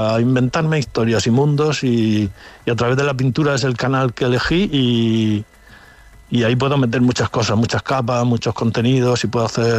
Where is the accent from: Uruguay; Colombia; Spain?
Spain; Cartagena, Region of Murcia; yo quería seguir en Cartagena.